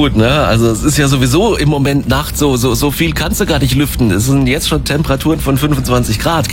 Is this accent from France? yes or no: no; Hesse, Germany; Ich bin ja Binner Kra Hesse, hör mal.